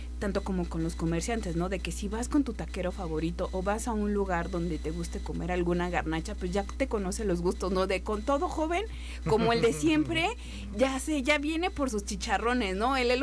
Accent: Mexico; Nosotros, como mexicanos

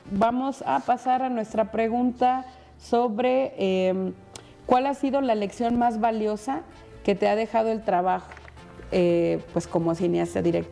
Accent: Oaxaca, Mexico; al menos en la gente de mi comunidad, que te digo, somos originarios de Oaxaca

